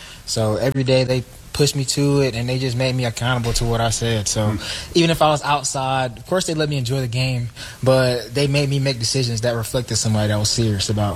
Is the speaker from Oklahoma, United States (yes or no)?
no; Georgia, United States; And I was growing up in Gwinnett, going against people that had all the Power 5 offers, you know, going to Norcross, seeing all the color scouts in my practice.